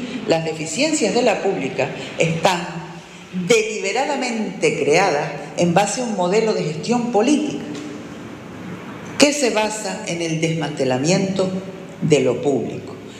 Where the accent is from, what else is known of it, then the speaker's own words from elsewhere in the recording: Canary Islands, Spain; en una sociedad como la canaria